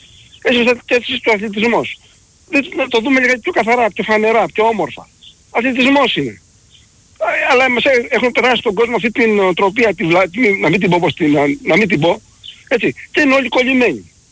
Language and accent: Greek; Evia, Central Greece, Greece; είμαι από Εύβοια.